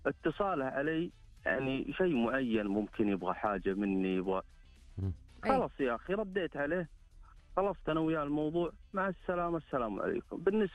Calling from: Dammam, Eastern Province, Saudi Arabia; من الدمام.

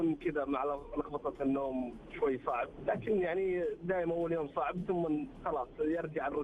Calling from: Riyadh, Riyadh Province, Saudi Arabia; من الرياض.

